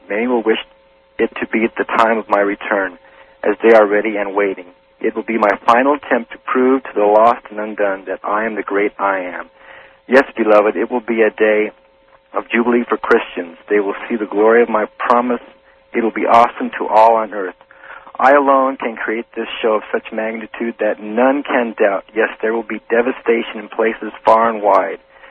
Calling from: Phoenix, Arizona, United States; Phoenix, Arizona.

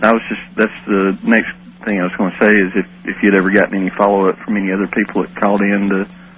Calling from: Birmingham, Alabama, United States; You have a lot of people here in the Birmingham area that listen to you regular

